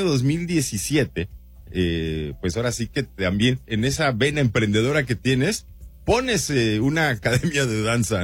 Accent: Mexico City, Mexico; moved away as an adult

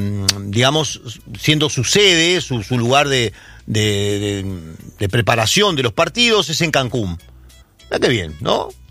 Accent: Uruguay; Los uruguayos dejamos todo para el final.

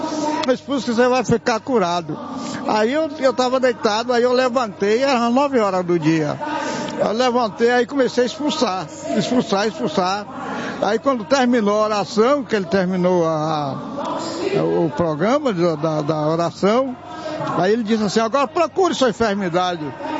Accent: São Paulo, Brazil; Eu venho da Zona Leste.

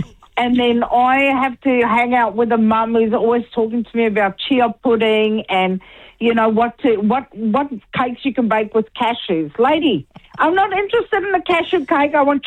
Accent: South Africa; also born or lived in New Zealand; now in Australia; I always say I'm a South African Kiwi that works in Australia. So I've got that full blend.

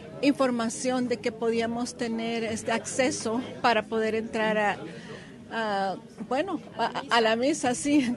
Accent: El Salvador; now in Belgium; Somos originarios del Salvador, pero somos nacionalizados canadienses y ahora vivimos en Bélgica.

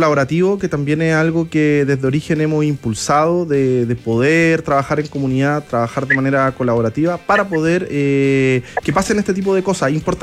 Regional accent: Chile; nos tiene que enorgullecer como chilenos

